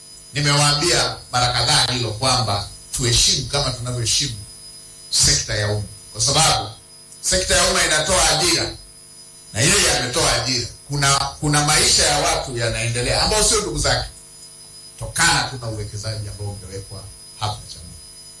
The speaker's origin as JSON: {"language": "Swahili", "country": "Tanzania", "said": "kama Mtanzania"}